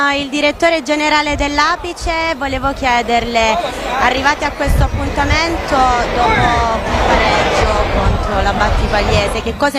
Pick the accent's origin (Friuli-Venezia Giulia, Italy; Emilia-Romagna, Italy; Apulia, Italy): Apulia, Italy; Taranto; Penso da tarantina